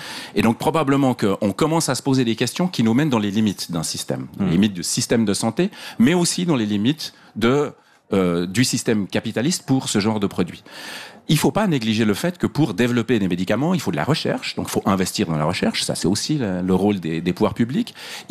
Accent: Switzerland; C'est que probablement que c'est une question qu'on se pose en tant que Suisse.

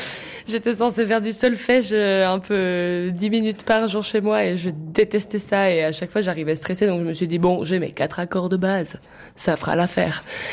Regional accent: Nendaz, Valais, Switzerland; Moi, je viens de Haute-Nenda, en Valais

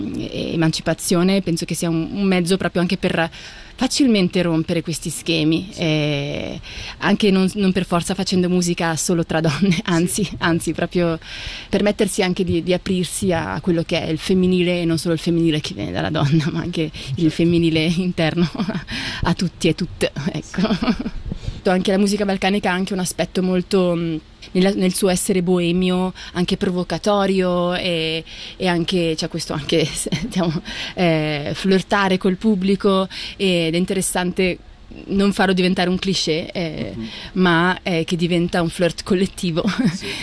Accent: Switzerland; una ricerca delle mie origini che non ho mai realmente vissuto, siccome sono nata e cresciuta in Svizzera.

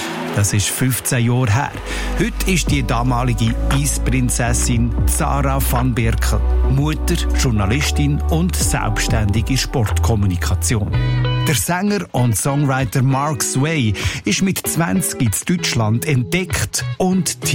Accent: Switzerland; Bei uns in der Schweiz ist er längstens eine grosse Nummer in Pop, Soul, Mundart

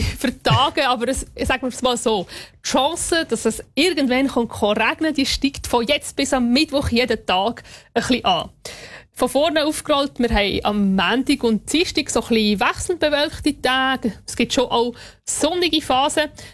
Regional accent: Uri, Switzerland; Ich denke hier so als Urner, Rüstal, Glarnerland oder auch das Rheintal

